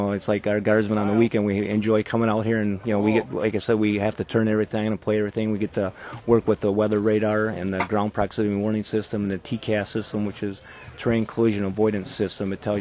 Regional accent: Omro, Wisconsin, United States; I'm from Oshkosh. I'm from Omro, actually.

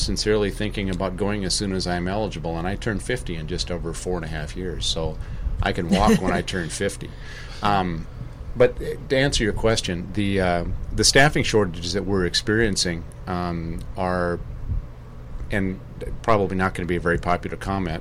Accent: Grand Forks, North Dakota, United States; My hometown is Grand Forks, North Dakota.

